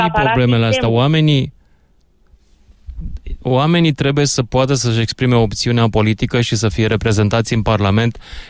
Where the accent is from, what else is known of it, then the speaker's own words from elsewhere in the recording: Argeș, Romania; eu sunt din Argeș.